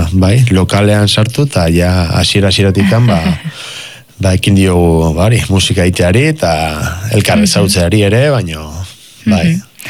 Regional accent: Legazpi, Basque Country, Spain; porque ni Leazpikoa naiz

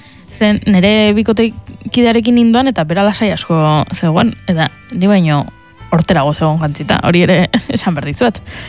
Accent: Tolosa, Basque Country, Spain; Eta ni Tolosarra naiz, mozorrotzea gustatzen zait

